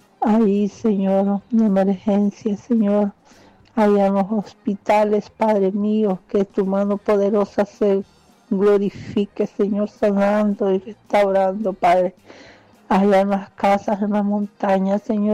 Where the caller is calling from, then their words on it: Honduras; de Agua Blanca